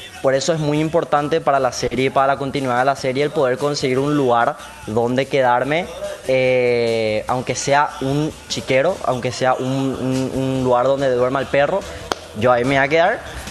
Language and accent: Spanish; Asunción, Paraguay; Yo vengo de Asunción.